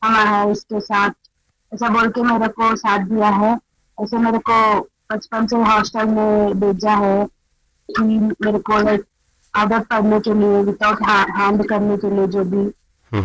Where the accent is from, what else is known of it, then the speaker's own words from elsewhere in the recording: Andhra Pradesh, India; मैं आंध्र प्रदेश से हूँ